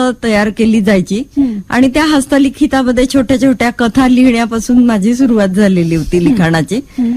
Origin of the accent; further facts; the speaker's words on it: Darwha, Maharashtra, India; माझं माहेर यवतमाळ जिल्ह्यातील दारव्हा येथील.